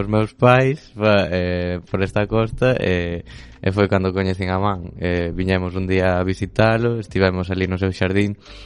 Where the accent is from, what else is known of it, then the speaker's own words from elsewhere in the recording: Xunqueiro, Galicia, Spain; Ah, pues, somos de Xunqueiro.